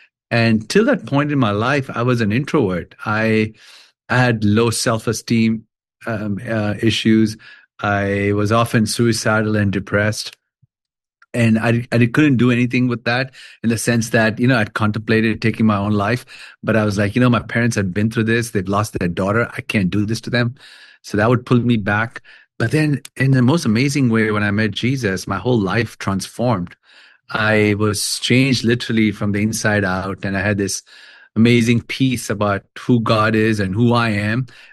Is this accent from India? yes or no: yes; Kolkata, West Bengal, India; moved away; I actually grew up in India. I grew up in Calcutta. A crazy city in a way, because it's a very populated city. It's 21 million people in that city, so people everywhere. I was raised in a Christian home